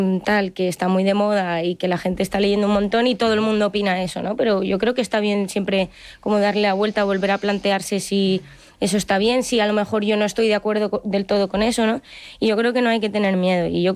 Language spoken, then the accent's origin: Spanish; Madrid, Community of Madrid, Spain; que soy de Madrid